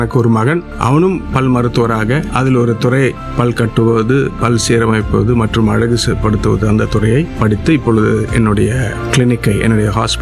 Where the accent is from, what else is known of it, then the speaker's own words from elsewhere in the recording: Mettur, Tamil Nadu, India; also born or lived in Davangere; now in Salem, India; நான் மேட்டூர் என்ற தாலுக்கிலே பிறந்து வளர்ந்தவன். சேலம் மாவட்டத்தில்